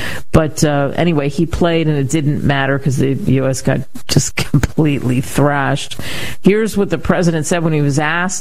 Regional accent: Cherry Hill, New Jersey, United States; where I grew up in Cherry Hill, Route 38, and we used to go down the Black Horse Pike

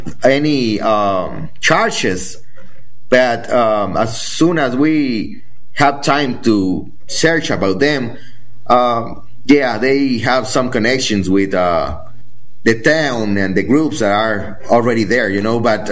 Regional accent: Mexico; English is a second language; So you know that we are from Mexico. We don't have that kind of money in the accounts.

